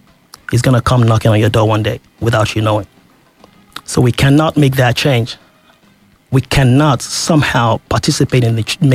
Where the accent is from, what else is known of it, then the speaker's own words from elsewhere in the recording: Ibadan, Oyo, Nigeria; I was born here in Ibadan, at Elekoro, right opposite Wesley College.